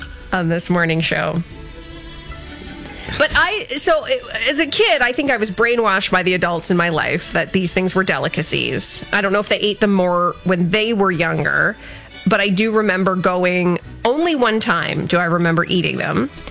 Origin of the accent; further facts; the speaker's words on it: Ontario, Canada; because I grew up in Essex County, so, you know, Lake St. Clair would be our Great Lake.